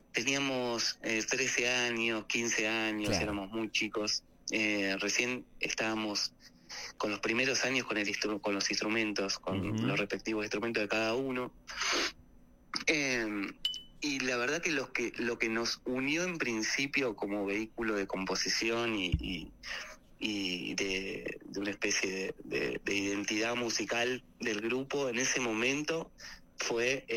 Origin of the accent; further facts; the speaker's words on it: Santa Fe, Argentina; moved away as an adult; Somos, exactamente, de Santa Fe.